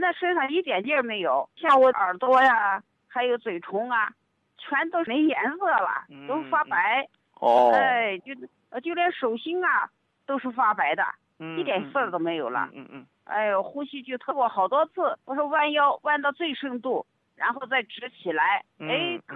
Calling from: Shijiazhuang, Hebei, China; 我是河北石家庄的呀

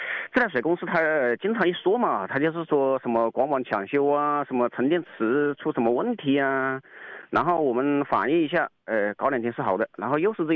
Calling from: Yiyang, Hunan, China; 我们是那个益阳市资阳区长春镇

